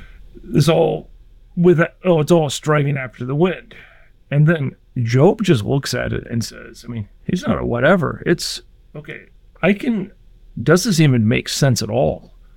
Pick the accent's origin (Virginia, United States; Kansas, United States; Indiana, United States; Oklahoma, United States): Indiana, United States; West Lafayette; I grew up in Purdue's campus, West Lafayette, Indiana, but both my parents are from Northeast Nebraska.